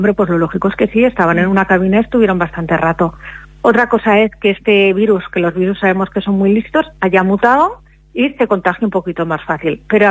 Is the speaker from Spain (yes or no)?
yes; Spain; Somos españoles